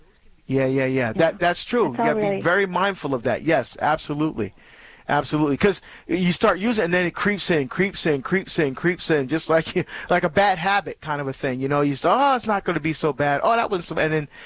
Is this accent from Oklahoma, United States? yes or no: no; New Jersey, United States; my home state of New Jersey is running the table today on the calls.